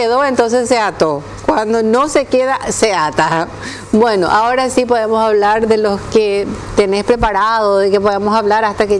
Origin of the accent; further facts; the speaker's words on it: Ciudad del Este, Alto Paraná, Paraguay; yo soy prácticamente de Ciudad del Este